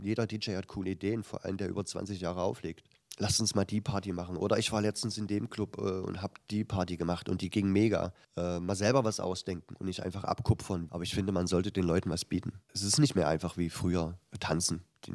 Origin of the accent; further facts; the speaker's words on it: Halle, Saxony-Anhalt, Germany; Genau, ich lebe schon seit meiner Geburt hier sozusagen.